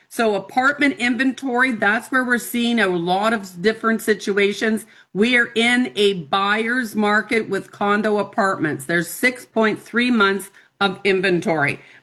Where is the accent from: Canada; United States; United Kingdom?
Canada; We're all proud Canadians.